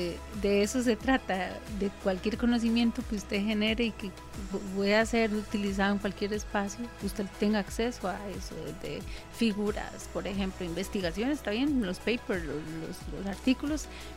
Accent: Costa Rica; en mi país, que es Costa Rica

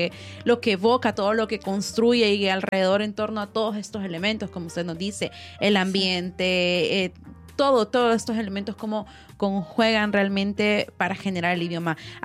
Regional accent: Honduras; pero como español de Honduras no tenemos marca.

